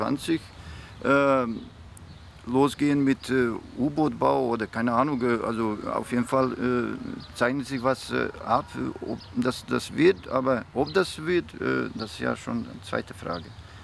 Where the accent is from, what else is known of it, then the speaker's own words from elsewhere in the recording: Bosnia & Herzegovina; German is a second language; now in Germany; Gerne, wir sind aus Bosnien. Aha. Und ich bin schon knapp 30 Jahre hier, meine Frau ein bisschen kürzer.